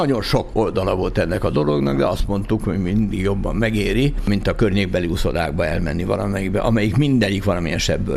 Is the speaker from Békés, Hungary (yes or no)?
no; Agárd, Fejér, Hungary; also born or lived in Zugló, Budapest; Igen, hát én 4 éves voltam, amikor Zuglóból oda költöztünk, mert államosítottak édesapám pékségét, és lementünk az agárdi házunkba.